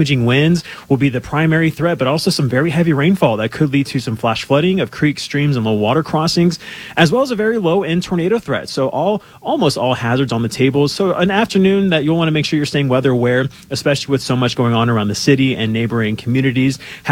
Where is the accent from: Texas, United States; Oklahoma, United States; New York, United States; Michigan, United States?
Texas, United States; as a Texan